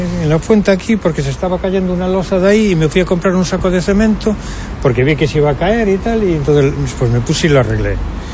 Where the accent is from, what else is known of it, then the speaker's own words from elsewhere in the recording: Santiago de Compostela, Galicia, Spain; el barrio de Santa Marta. Sí, llevo sobre 30 años más o menos. Y nací en la Puente Pedriña, pero bueno, que soy de Santiago de toda la vida.